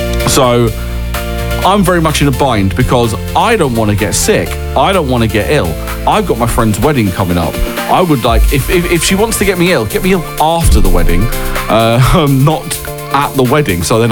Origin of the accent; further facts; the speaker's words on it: United Kingdom; we are British